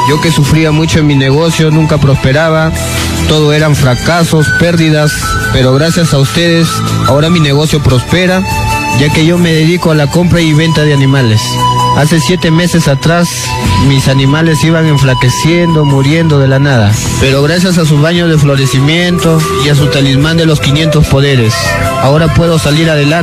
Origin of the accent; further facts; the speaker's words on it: Cajabamba, Cajamarca, Peru; vengo de Cajabamba.